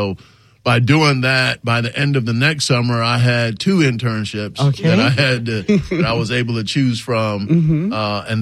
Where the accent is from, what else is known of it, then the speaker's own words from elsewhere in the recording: Richmond Heights, Florida, United States; also born or lived in Panama; I'm originally from Panama in Central America, but when we moved here to America, we moved to Richmond Heights, a home that my mother still lives in today. And, you know, growing up in Richmond Heights